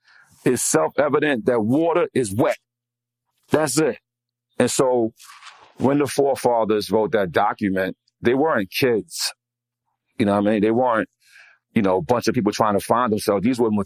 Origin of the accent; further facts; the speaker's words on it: United States; that's important to me as an American citizen, because when I travel around the world, I travel as an American citizen. That's my passport.